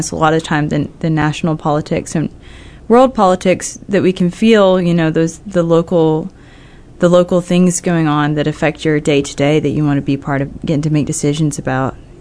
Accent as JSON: {"language": "English", "region": "Kentucky", "country": "United States", "tie": "born or raised there", "said": "I grew up in Bath County, Kentucky, which is near Moorhead."}